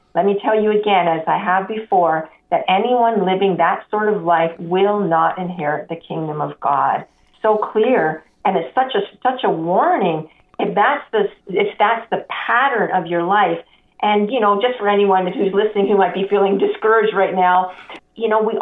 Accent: Canada; I'm Canadian

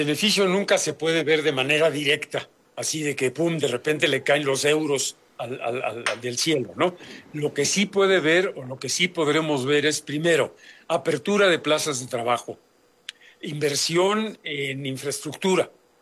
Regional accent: Mexico

